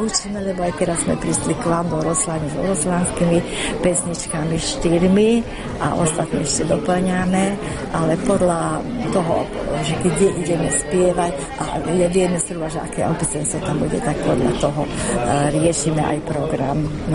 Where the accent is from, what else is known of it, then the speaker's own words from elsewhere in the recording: Šaľa, Nitra Region, Slovakia; som zo Šalé, som vedúca tohto spevokolu Slniečko, bývalá učiteľka na klavír.